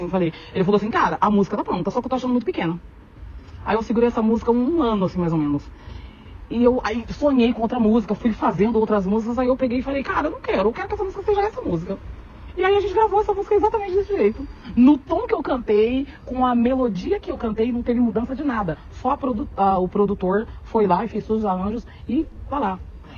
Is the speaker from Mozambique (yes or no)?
no; Portugal; Mas eu acho que como eu cresci na roda de samba em Portugal ali, eu tive muita dificuldade em lidar com essa questão mesmo racial e tem mais, né? A questão de ser imigrante, né?